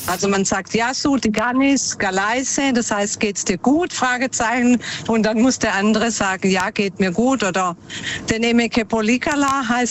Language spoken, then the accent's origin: German; Stuttgart, Baden-Württemberg, Germany; Ja, ich komme von Stuttgart.